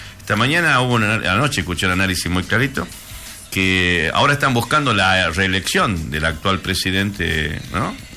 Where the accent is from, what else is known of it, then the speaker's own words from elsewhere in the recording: Campo Santo, Salta, Argentina; moved away; Yo cuando voy a mi pueblo me da pena. Entro a mi pueblo Camposanto